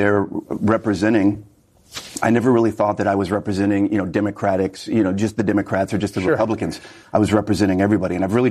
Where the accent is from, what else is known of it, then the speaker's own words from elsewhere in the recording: Council Bluffs, Iowa, United States; He won my hometown, a community of Council Bluffs, by 10 points.